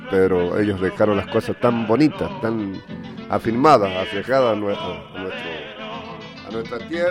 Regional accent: Cuyo, Argentina

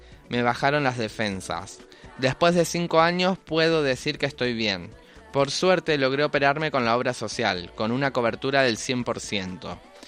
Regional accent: Buenos Aires, Argentina; born there; Mis padres se conocieron en Argentina. Mi niñez fue muy dura. Nací en Capital Federal, en el Hospital Fernández.

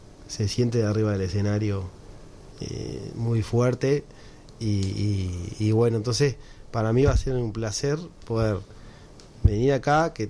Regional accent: Canelones, Uruguay; terminar en Canelones, que también es mi ciudad natal

